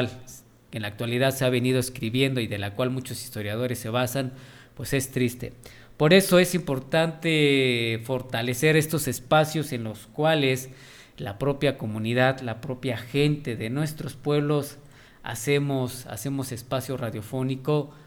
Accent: Mexico; first language Nahuatl; Spanish is a second language

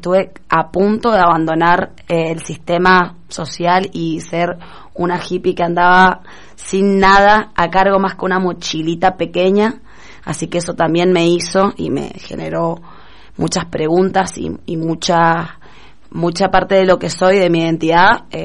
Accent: Mendoza, Argentina; also born or lived in San Juan, Argentina; soy sanjuanina, nacida en San Juan, criada en Mendoza, pero nacida en San Juan

